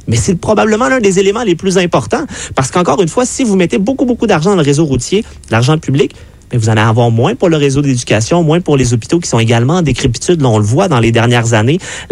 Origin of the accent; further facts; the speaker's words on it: Quebec, Canada; on a une réflexion parfois en tant que Québécois où on se dit, mon Dieu, faut pas que ce soit le profit.